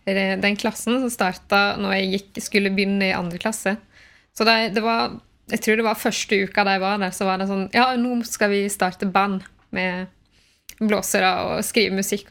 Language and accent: Norwegian; Breim, Vestland, Norway; moved away as an adult; now in Oslo, Norway; Jeg kommer fra Nordfjord, fra Breim I Sogn og Fjordane, og ja, spiller saks, har vokst opp der og har kommet til Oslo